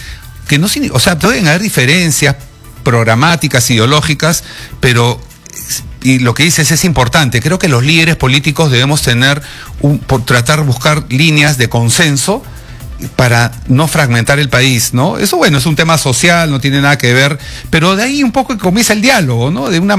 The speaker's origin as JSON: {"language": "Spanish", "country": "Peru", "said": "se dieron cuenta que siendo un peruano desconocido que no está hipotecado con nadie"}